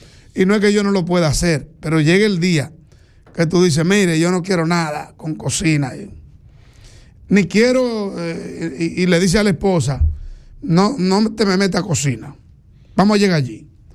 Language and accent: Spanish; Dominican Republic